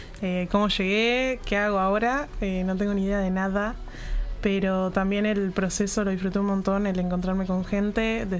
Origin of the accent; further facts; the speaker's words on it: Canelones, Uruguay; now in Montevideo, Uruguay; Yo soy de Canelones, radico en Montevideo ahora.